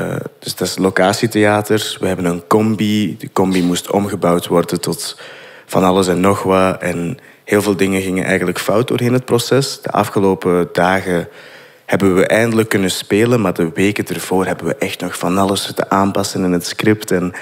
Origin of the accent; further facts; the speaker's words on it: Turnhout, Antwerp, Belgium; Ja, ik ben van Turnhout, van Twee het Raad 00.